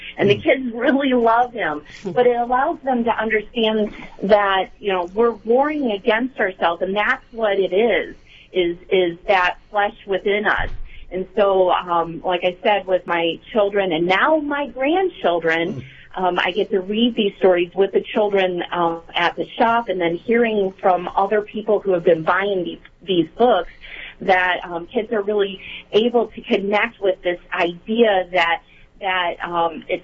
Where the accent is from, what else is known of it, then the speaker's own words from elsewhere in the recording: Detroit, Michigan, United States; now in Lafayette, Alabama, United States; we're from Michigan, and I'm from Detroit myself.